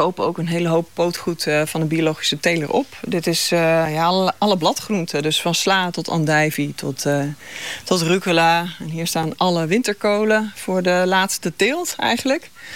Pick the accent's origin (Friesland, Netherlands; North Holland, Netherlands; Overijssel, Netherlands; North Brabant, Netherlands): Friesland, Netherlands; Leeuwarden; Leeuwarden. Leeuwarden. Geboren toch in Huzum.